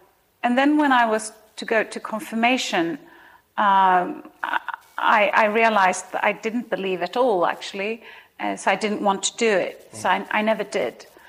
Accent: Sweden; so I was born and raised in Sweden by a Swedish mother and a Croatian father. And they brought me up, like I guess most people in Sweden, with going to church perhaps now and then for Christmas

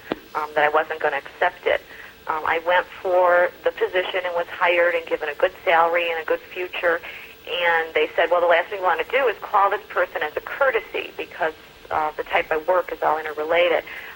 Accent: Chicago, Illinois, United States; Sister, I'm from Chicago. Mm-hmm. We're a suburb of Chicago.

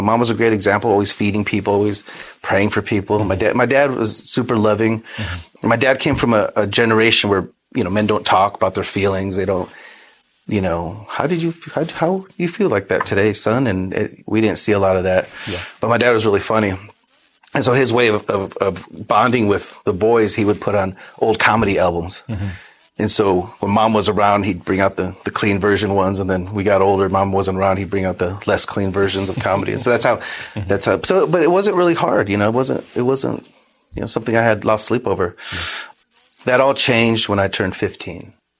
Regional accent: Tecumseh, Michigan, United States; So I was born in Michigan in a really small town called Tecumseh, Michigan, not far from here.

